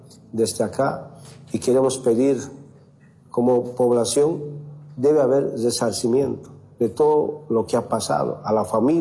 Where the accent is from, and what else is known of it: Bolivia